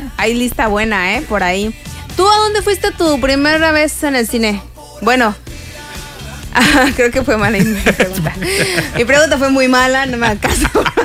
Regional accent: Morelia, Michoacán, Mexico; now in Cancún, Mexico; como yo crecí en Morelia

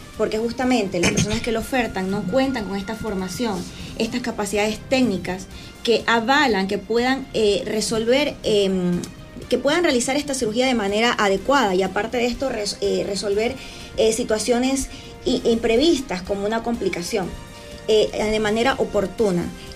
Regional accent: Chone, Manabí, Ecuador; also born or lived in Argentina; Soy oriunda de Chone.

